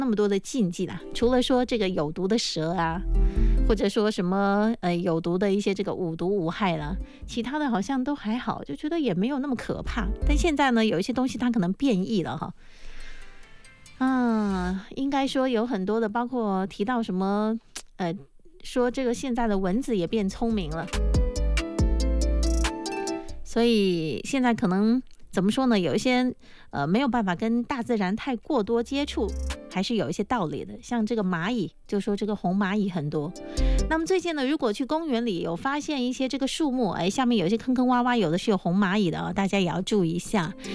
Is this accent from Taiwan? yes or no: no; Jinjiang, Fujian, China; 我们小时候在晋江成长